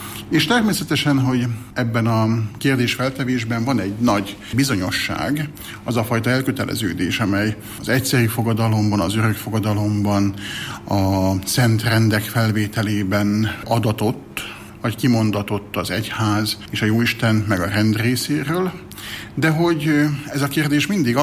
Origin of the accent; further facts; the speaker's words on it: Szeged, Csongrád-Csanád, Hungary; attól, hogy szegedi vagyok